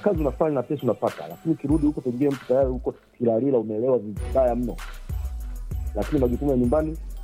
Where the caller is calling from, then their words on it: Tanzania; sio mwana kapate pande za Mlandege.